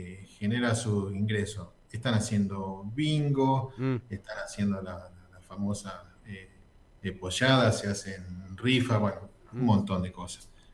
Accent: Carcarañá, Santa Fe, Argentina; moved away; Te decía que soy de Carcarañá.

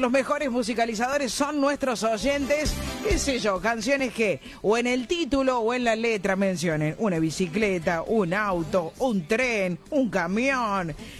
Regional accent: Córdoba, Argentina; born there; now in Los Frentones, Argentina; te estamos escuchando desde Los Frentones, Chaco, hermoso el programa, soy cordobés de nacimiento y hace 8 años estoy acá por razones de trabajo

